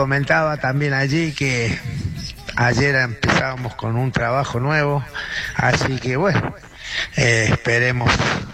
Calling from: Córdoba, Argentina; de Córdoba.

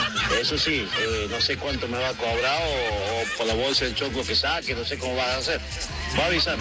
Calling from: Río Cuarto, Córdoba, Argentina

